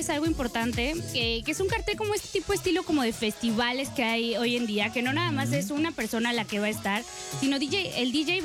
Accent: Mexico; moved away; lo que hacíamos en México, que bueno, aquí lo hacíamos un fin de semana cuando nos íbamos a Acapulco

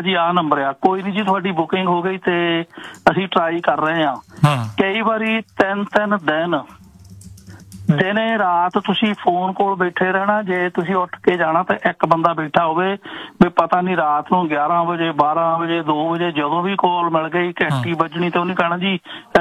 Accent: Boparai, Punjab, India; ਮਤਲਬ ਜਿਹੜਾ ਇਹ ਸਾਡਾ ਪਿੰਡ ਹੈਗਾ ਜੀ ਬੋਪਾਰਾ ਗੁਰਾਇਆ

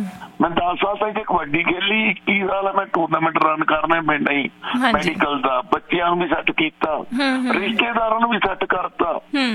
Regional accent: Punjab, India; ਪਰ ਅਸੀਂ ਪੰਜਾਬ ਦੇ ਵਿੱਚ ਵੀ ਤੇ ਇੱਥੇ ਵੀ ਕਰਜ਼ਾਈ ਹੋ ਗਏ ਆ ਜੀ

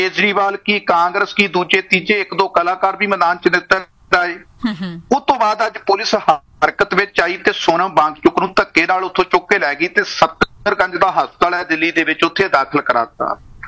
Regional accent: Punjab, India; ਅਸੀਂ ਪੰਜਾਬ ਦੇ ਲੋਕਾਂ ਨੇ 125 ਦਿਨ ਦੀ ਭੁੱਖ ਹੜਤਾਲ ਵੀ ਵੇਖੀ ਹੈ

